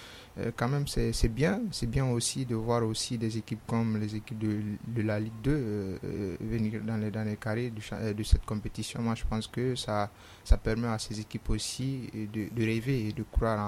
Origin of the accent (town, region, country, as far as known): Guinea